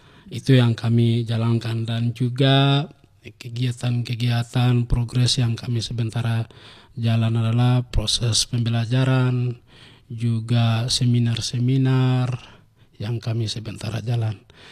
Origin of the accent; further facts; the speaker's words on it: Highland Papua, Indonesia; kami orang Hubula